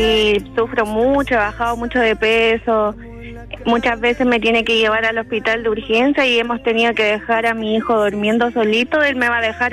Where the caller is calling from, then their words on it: Santiago, Santiago Metropolitan Region, Chile; Somos, sí, de Santiago, de Lo Espejo, pero nos casamos en La Granja.